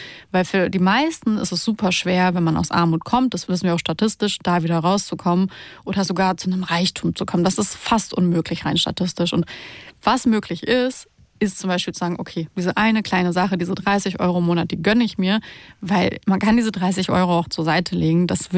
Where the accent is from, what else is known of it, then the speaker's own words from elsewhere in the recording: Romania; wir kommen ja zum Teil aus Rumänien und wer sich da auskennt, weiß, dass Rumänien lange keinen Kaffee hat